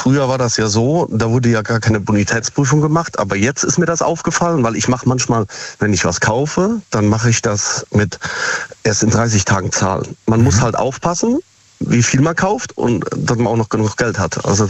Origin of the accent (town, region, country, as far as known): Siegen, North Rhine-Westphalia, Germany